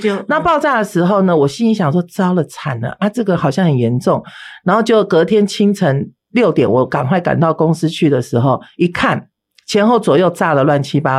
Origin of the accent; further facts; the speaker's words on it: Taiwan; 我父母都是外省人，都是外省，都是大陆人哈。好，那我是出生在台湾的外省的第二代。那么我们从小从出生在正宣村里面是没有在拿香拜拜的啊